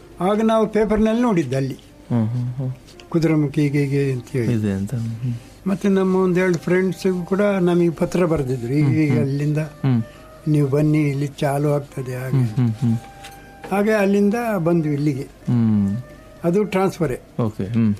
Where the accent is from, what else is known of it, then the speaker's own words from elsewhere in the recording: Chokkenahalli, Karnataka, India; moved away as an adult; also born or lived in Kudremukh, Chikmagalur district; now in Mangalore, India; ನಮ್ಮ ಊರು ಚಂದ್ರಾಪಟ್ಟಣ ತಾಲೂಕು, ಬಾಗೂರು ಹೋಬಳಿ, ನುಗ್ಗೇಹಳ್ಳಿ, ಚೊಕ್ಕೇನಹಳ್ಳಿ ಅಂತ, ಚೊಕ್ಕೇನಹಳ್ಳಿ, ಹಾಸನ್ ಡಿಸ್ಟ್ರಿಕ್ಟ್